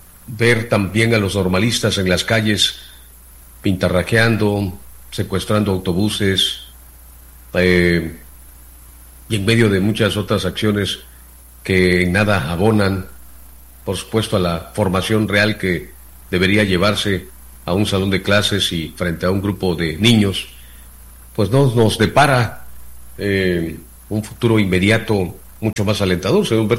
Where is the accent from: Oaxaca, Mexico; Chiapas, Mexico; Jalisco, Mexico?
Oaxaca, Mexico; Estamos muy pronto, ya a muy poco de celebrar juntos como mexicanos la noche del grito de independencia